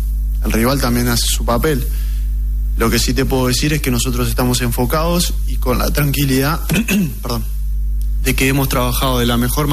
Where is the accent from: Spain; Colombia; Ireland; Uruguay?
Uruguay